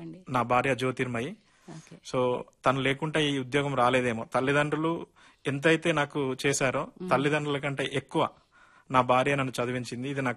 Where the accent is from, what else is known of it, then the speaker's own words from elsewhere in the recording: Dharmaram, Telangana, India; మాది ధర్మారం గ్రామం, భీమదేవరపల్లి మండలం, ప్రస్తుతం హన్మకొండ జిల్లాలో ఉంది మేడం.